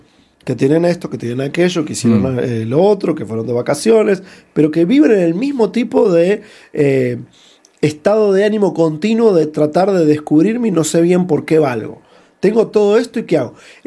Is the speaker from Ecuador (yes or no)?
no; Argentina; moved away as an adult; also born or lived in California, United States; now in United States